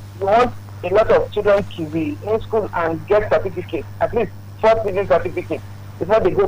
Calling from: Kurudu, Lagos, Nigeria; from Kurudu.

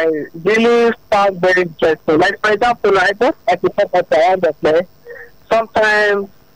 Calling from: Lagos, Nigeria; I'm calling from Lagos. Alimosha, Lagos.

